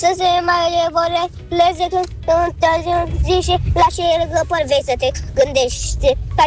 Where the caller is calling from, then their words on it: Bucharest, Romania; din București, am 6 ani